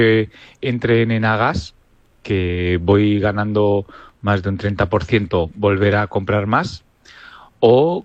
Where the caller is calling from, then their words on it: Barcelona, Catalonia, Spain; de Barcelona